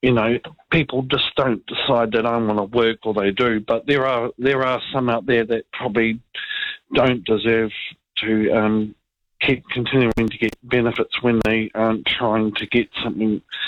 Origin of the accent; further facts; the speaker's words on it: New Zealand; being the face as a Kiwi in New Zealand, you know, I don't even acknowledge myself and or other people on my own in public anymore, because you just don't feel like a Kiwi anymore